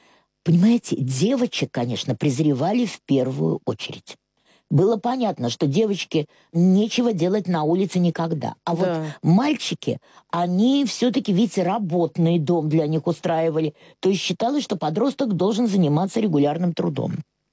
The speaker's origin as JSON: {"language": "Russian", "region": "Saint Petersburg", "country": "Russia", "tie": "born there", "said": "а я родилась в доме на Большой Подъяческой 8."}